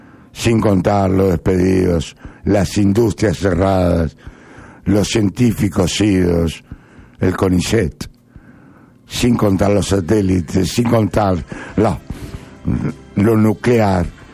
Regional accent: Argentina; Yo, rubio, ojos verdes, soy americano. Americano del sur. Argentino.

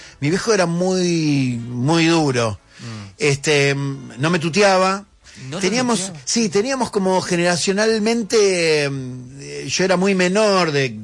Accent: Munro, Buenos Aires Province, Argentina; porque yo soy de Munro

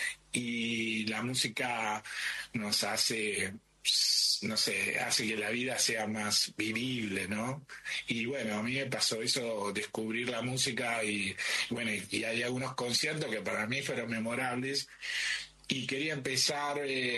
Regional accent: Caseros, Buenos Aires Province, Argentina; Yo nací en Caseros, soy del conurbano, así que, pero este Tapial es un poco más adentro, un conurbano más profundo que el lugar donde yo vivía.

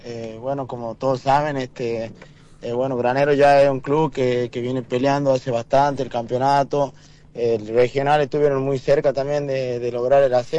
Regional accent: San Miguel de Tucumán, Tucumán, Argentina; viajo todos los días, soy de San Miguel

